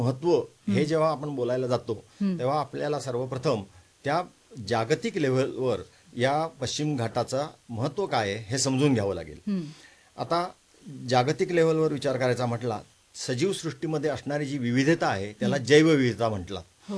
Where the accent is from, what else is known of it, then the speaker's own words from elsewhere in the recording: Maharashtra, India; माझं बालपण रत्नागिरी जिल्ह्यात गेलं. या रत्नागिरी जिल्ह्यात माझं आजोळ चिपळूण तालुक्यात होतं.